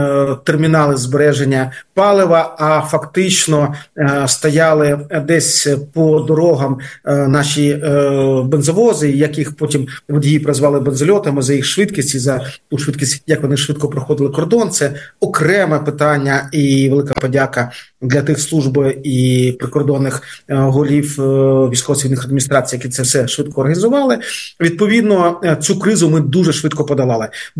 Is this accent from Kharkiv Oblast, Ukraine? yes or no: yes; Kharkiv, Kharkiv Oblast, Ukraine; в місті Харкові, моєму рідному Харкові.